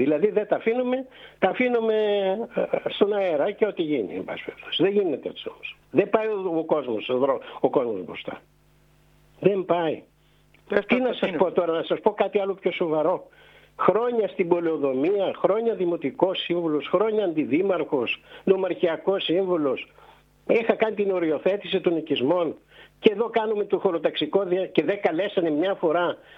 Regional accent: Samos, North Aegean, Greece; προσφέρω αφιλοκερδώς τη Σάμμο. Προσπαθώ να βοηθήσω τον τόπο μου και το νησί μου όπως μπορώ.

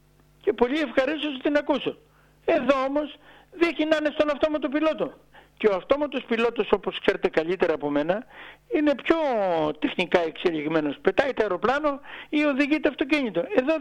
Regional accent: Vathy, North Aegean, Greece; σαν βαθιώτης

